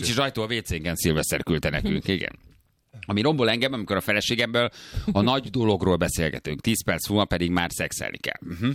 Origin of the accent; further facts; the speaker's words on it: Nyíregyháza, Szabolcs-Szatmár-Bereg, Hungary; now in Budapest, Hungary; Nyíregyháziként, hogy lehetsz ilyen finnyás egyébként, kérdezik.